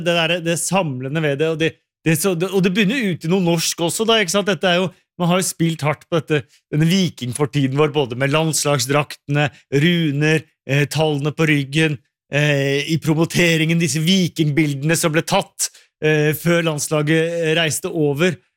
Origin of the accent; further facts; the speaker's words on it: Oslo, Norway; så har man jo sett der hvor fantastisk det har vært hjemme i Oslo og snakket med familie og venner hjemme